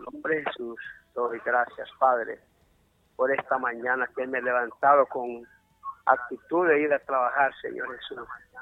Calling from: Honduras; De Llanera

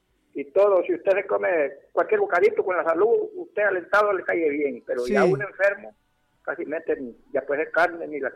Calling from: Catacamas, Olancho, Honduras; de Catacama, Olancho.

